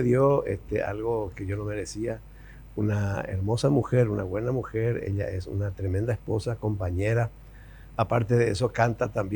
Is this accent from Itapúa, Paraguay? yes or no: yes; General Delgado, Itapúa, Paraguay; also born or lived in Coronel Bogado; Yo soy oriundo de General Delgado, Itapúa, ¿verdad?